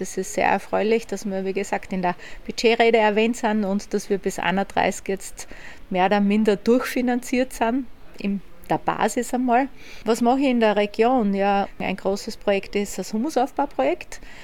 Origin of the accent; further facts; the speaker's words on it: Kaindorf, Styria, Austria; Ich komme aus der Klar Ökoregion Kaindorf. Die ist in der Oststeiermark ansässig.